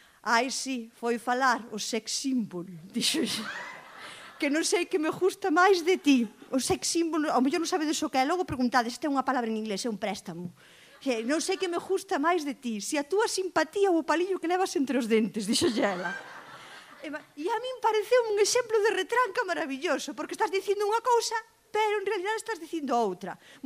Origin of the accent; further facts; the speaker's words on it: Maniños, Galicia, Spain; Miradme a min, que son de Maniño, sabedes onde está. Dudeastes un pouquiño, Son de Maniños, estou viva, mirade que lingua teño.